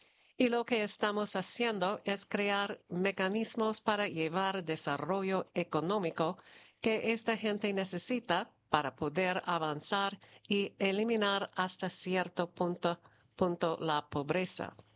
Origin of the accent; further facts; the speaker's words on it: Dominican Republic; Aquí hay mucha historia y vamos a demostrar al mundo quiénes somos y para dónde queremos ir como dominicanos.